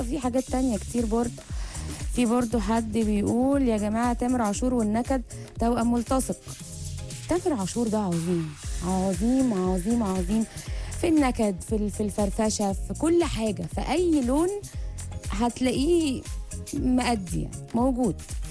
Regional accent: Egypt; احنا كمصريين

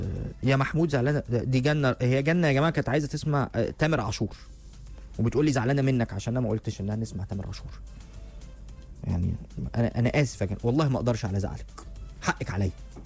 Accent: Cairo, Cairo Governorate, Egypt; وانا من القاهره مش من اسكندريه.

